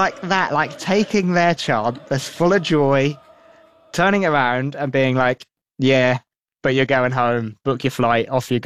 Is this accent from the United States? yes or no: no; England, United Kingdom